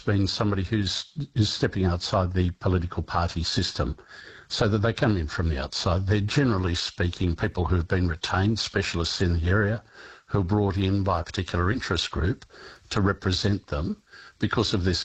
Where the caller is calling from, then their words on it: Canberra, Australian Capital Territory, Australia; I'm calling you from Parliament House down in Canberra